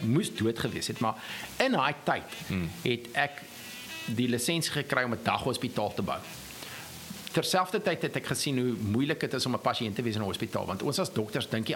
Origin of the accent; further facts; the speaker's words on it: KwaZulu-Natal, South Africa; moved away as an adult; also born or lived in Stellenbosch; ek groot geword op plaas in Natal en my ma was Afrikaans. So, en Stellenbosch geswat, toe weer bloem